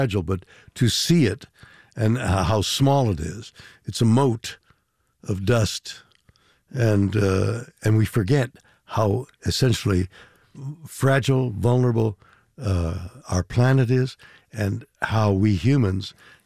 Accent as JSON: {"language": "English", "country": "Canada", "moved": "yes", "lives_now": "United States", "said": "Although I'm a Canadian, I used to think of America as our country. No, I'm a resident for longer than you were born."}